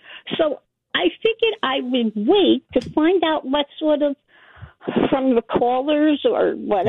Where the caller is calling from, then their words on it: New York City, New York, United States; I'm from Brooklyn.